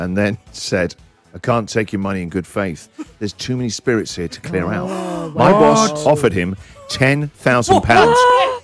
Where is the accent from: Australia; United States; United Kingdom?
United Kingdom; England; Because I'm English, I don't want to cause a scene.